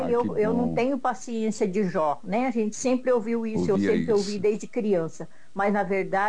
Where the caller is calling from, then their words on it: Apucarana, Paraná, Brazil; sou de Apucarana.